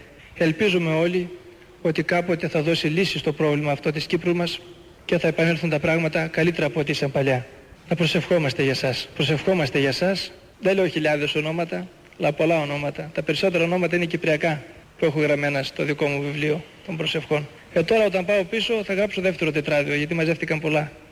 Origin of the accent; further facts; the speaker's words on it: Trikala, Thessaly, Greece; Περισσότεροι μας είμαστε Θεσσαλοί και, και μάλιστα από την περιοχή των Τρικάλων, κοντά στα Μετέωρα.